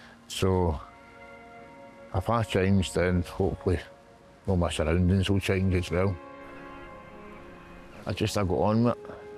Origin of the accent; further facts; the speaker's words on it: Ardrossan, Scotland, United Kingdom; This is Ardrossan Beach, South Beach, just along the road from where I stay. I walk this beach quite a bit. That's my hometown.